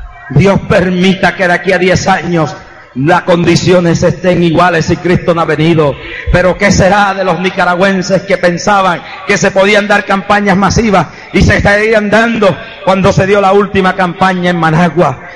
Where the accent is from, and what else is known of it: Puerto Rico